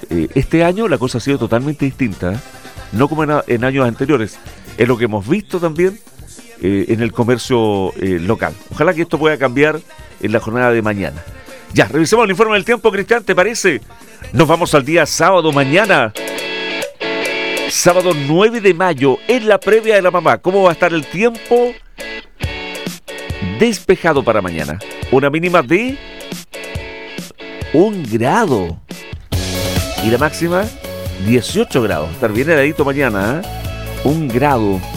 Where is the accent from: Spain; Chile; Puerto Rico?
Chile; como buenos chilenos dejamos todo para último día